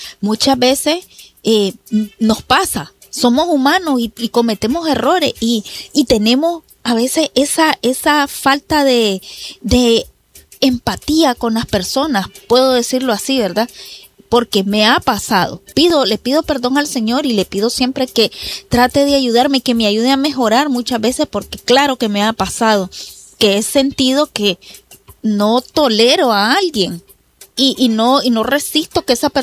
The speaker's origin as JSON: {"language": "Spanish", "country": "Nicaragua", "said": "como decimos nosotros en el buen nicaragüense"}